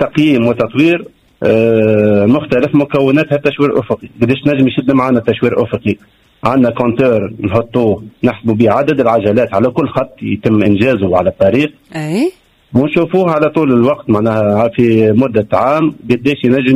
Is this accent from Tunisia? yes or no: yes; Tunisia; في مناخنا في تونس